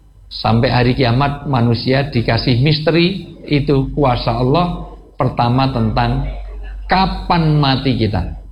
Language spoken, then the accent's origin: Indonesian; Java, Indonesia; saya asli orang Jawa.